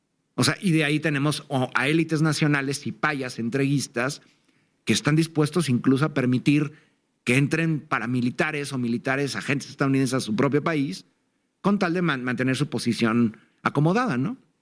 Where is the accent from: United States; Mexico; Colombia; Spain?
Mexico; Yo como mexicano, pues puedo entender que yo no creo que México es excepcional en muchas cosas